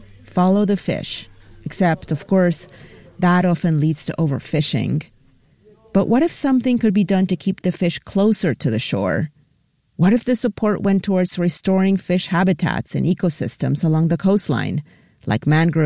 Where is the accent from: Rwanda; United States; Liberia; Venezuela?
Venezuela; moved away; I grew up in Venezuela, along the Caribbean and not very far from Jamaica